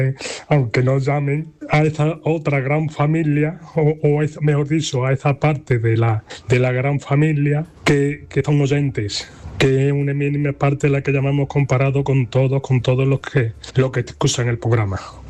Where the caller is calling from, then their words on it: Brenes, Andalusia, Spain; de Brenes.